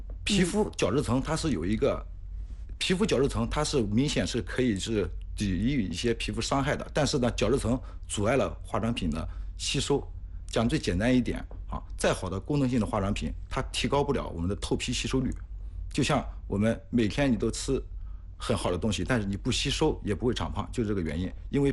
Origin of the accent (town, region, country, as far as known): China